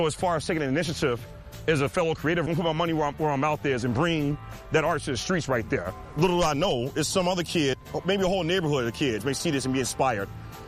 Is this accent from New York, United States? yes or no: no; Chicago, Illinois, United States; born there; I was born in Woodlawn, mind you, right? As a matter of fact, I was born down the street from here off of 65th and St. Lawrence.